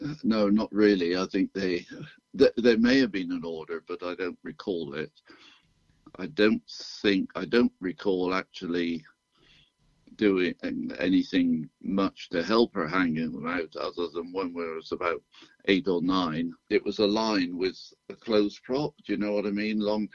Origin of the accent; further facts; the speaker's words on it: United Kingdom; moved away as an adult; now in St. John's, Canada; You can tell from my accent, I'm not yet a Newfoundlander. I was born in the UK and lived there for 40 years before I came over here.